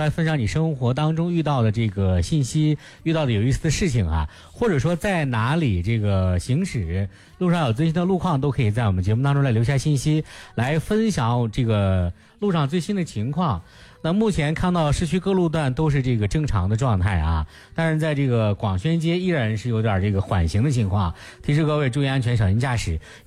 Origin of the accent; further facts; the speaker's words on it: Shanxi, China; 我们山西人要午休啊。